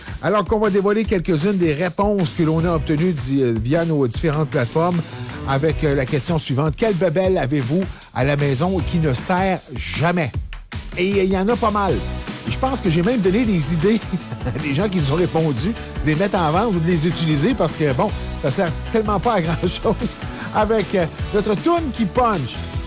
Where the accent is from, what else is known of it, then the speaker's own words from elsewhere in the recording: Quebec, Canada; chez nous au Canada. Pour dire le Québec aussi